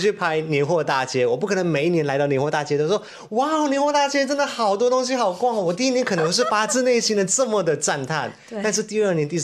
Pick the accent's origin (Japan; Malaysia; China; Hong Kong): Malaysia; now in Taiwan; 我是马来西亚人嘛，所以对于我来说，我在新竹的生活，我在台北的生活